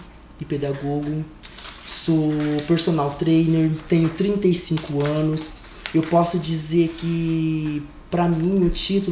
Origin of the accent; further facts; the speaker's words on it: Mato Grosso do Sul, Brazil